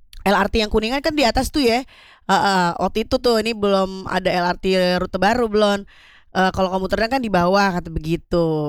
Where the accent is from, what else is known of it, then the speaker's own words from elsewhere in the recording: Jakarta, Indonesia; ibaratnya tuh kita warga Jakarta tuh kayak sebenarnya senang banget ya kalau ada moda-moda transportasi publik yang baru